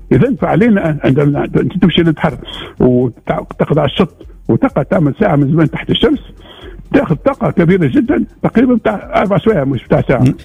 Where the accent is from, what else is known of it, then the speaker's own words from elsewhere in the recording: Tunisia; احنا يلزمنا عندنا في تونس هنا